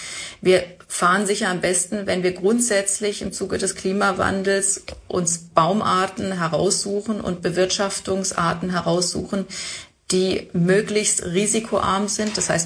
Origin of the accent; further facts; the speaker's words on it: Freiburg, Baden-Württemberg, Germany; Wobei wir die sandigen Böden auch, jetzt, ich komme ja aus Freiburg, auch in der Oberrheinebene haben und dort auch traditionell viele Kiefern stehen.